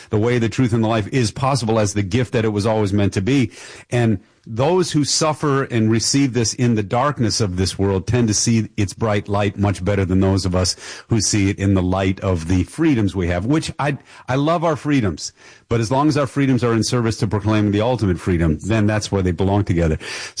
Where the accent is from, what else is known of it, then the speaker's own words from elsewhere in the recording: Dearborn, Michigan, United States; And my hometown is Dearborn, Michigan.